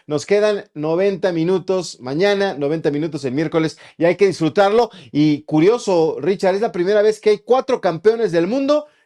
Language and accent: Spanish; Mexico